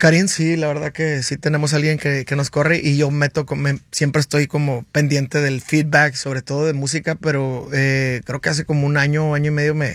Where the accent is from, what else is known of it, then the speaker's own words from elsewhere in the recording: Hermosillo, Sonora, Mexico; soy de Sonora, estamos bien impuestos a la crítica